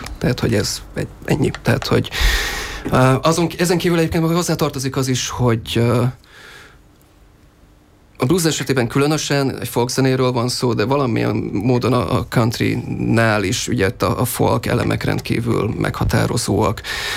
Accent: Hungary; Sokfelé megfordultam már az utóbbi időben, de Magyarországon nőttem fel

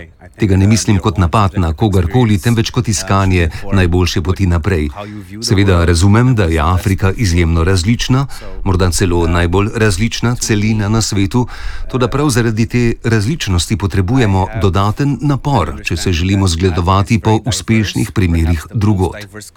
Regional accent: Angola; Slovenian is a second language; To ni boj samo zato, ker prihajam iz Angole.

